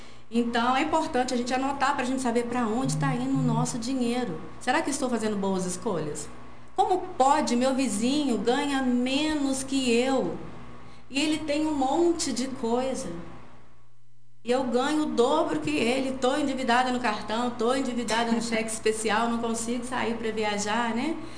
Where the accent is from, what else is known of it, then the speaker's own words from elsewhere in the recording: Formoso, Brazil; eu sou da zona rural, para quem não sabe, né? Sou de Formoso. E eu cresci vendo a minha avó fazer isso.